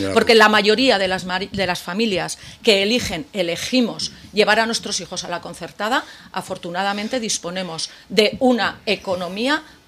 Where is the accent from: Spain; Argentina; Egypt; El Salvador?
Spain; Aragon; a todos los aragoneses, vivamos donde vivamos